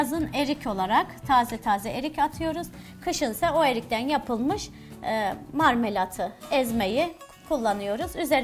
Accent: Divriği, Sivas, Turkey

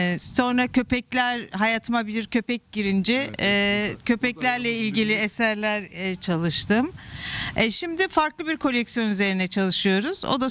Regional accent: Tunceli Province, Turkey; Tunceliyim. Yaklaşık 8 yıldır Nihat abilerle komşuyuz.

